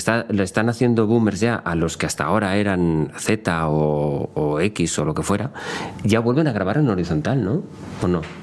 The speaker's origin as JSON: {"language": "Spanish", "region": "Valencian Community", "country": "Spain", "said": "Siendo yo valenciano es una expresión complicada."}